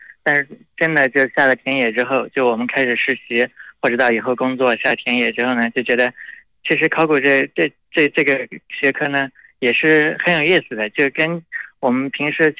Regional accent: Yunnan, China; moved away as an adult; now in Guangdong, China; 我老家云南的。

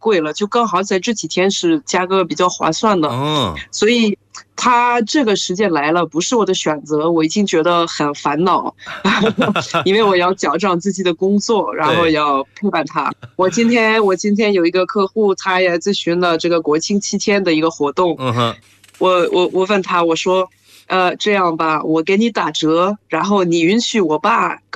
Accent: France; Chinese is a second language; now in China

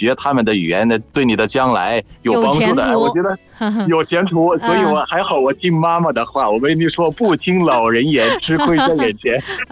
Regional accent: Egypt; Chinese is a second language

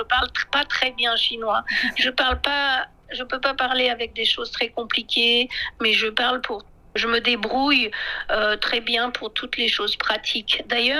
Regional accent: France; Pourtant, je ne suis pas du tout américaine, je suis française

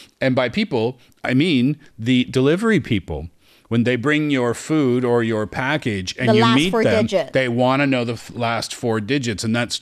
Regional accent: Canada; moved away as an adult; now in Beijing, China; as a Canadian, or maybe it's a North American thing, we want ice in everything.

